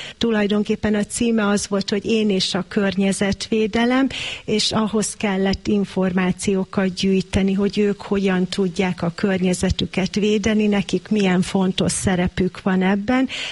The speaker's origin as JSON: {"language": "Hungarian", "town": "Zaránk", "region": "Heves", "country": "Hungary", "tie": "born or raised there", "also_born_or_lived": "Kuwait", "moved": "as an adult", "lives_now": "Eger, Hungary", "said": "Én Heves megyében nőttem fel, három településsel arrébb Zaránkon. Amikor Kuvaitban elhatároztam, hogy hazatelepülök"}